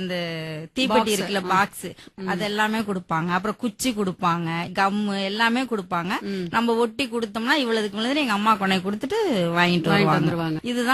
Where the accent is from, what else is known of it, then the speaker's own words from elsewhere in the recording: Vengarangudi, Tamil Nadu, India; எங்களோட சொந்த ஊர் வந்து இங்க தஞ்சாவூர்ல பக்கத்துல கிராமம் வேங்கராங்குடி காடுன்னு சொல்லுவாங்க.